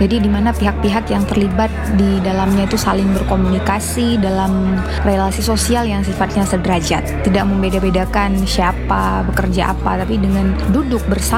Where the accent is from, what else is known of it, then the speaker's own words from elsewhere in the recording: Aceh, Indonesia; Dari perspektif sosiologi itu justru perilaku minum kopi di masyarakat kita Aceh sebenarnya bisa dijelaskan banyak dari beragam sudut pandang.